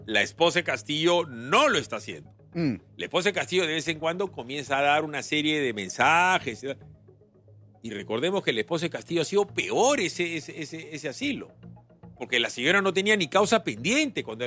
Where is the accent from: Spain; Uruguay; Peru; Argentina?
Peru